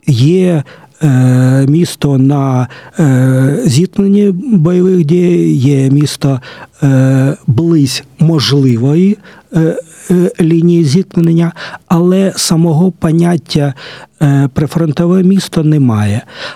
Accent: Zaporizhzhia, Zaporizhzhia Oblast, Ukraine; від мого рідного Запоріжжя

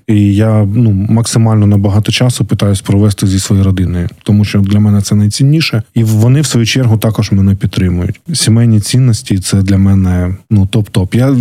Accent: Kryvyi Rih, Dnipropetrovsk Oblast, Ukraine; вуз у моєму рідному Кривому Розі і продовжив навчання в рідному місті.

